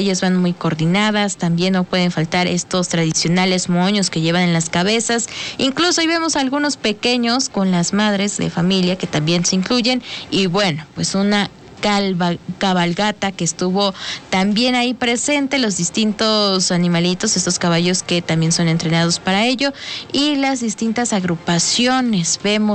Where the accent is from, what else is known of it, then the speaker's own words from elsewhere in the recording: Mexico; somos mexicanos